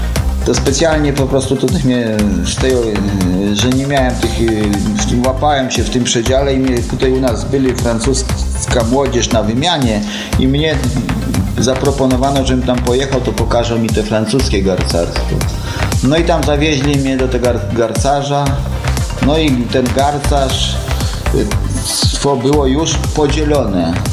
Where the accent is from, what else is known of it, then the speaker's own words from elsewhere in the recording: Urzędów, Lublin Voivodeship, Poland; był tu plener u nas w Urzędowie